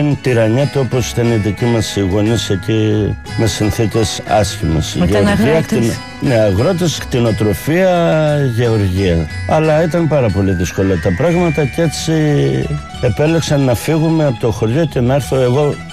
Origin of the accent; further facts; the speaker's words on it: Western Greece, Greece; Κατάγομαι από ένα ορεινό χωριό του νομού Ηλίας, Αγία Τυριακή, κοντά στον Ερήμανθο